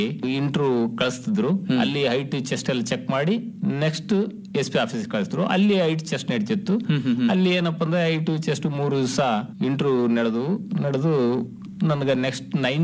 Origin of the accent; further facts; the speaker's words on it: Jigarkal, Karnataka, India; also born or lived in Shivapura; ನಾನು ಮೂಲತಃ ಯಾದಗಿರಿ ಜಿಲ್ಲೆ ಒಡಗೇರೆ ತಾಲೂಕಿನ ಶಿವಪುರ ಗ್ರಾಮದಲ್ಲಿ ಹುಟ್ಟಿದವನು. ಅಲ್ಲಿ ನನ್ನ ತಂದೆ ಊರದು. ನಾನು 4 ವರ್ಷದವನಿದ್ದಾಗ ತಾಯಿ ತವರ ಮನೆ ಎಣ್ಣಜ್ಜ ತೊಗೊಂಬಂದು ಇಟ್ಕೊಂಡು ನನ್ಗ ಇಲ್ಲೇ ಜಿಗರ್ಕಲ್ ಗ್ರಾಮದಲ್ಲೇ ಸ್ಕೂಲ್ಗೆ ಹೆಸರಚ್ಚಿ